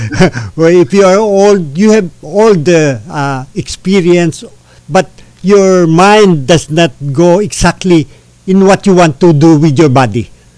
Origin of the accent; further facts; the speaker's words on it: Philippines; although I'm a Filipino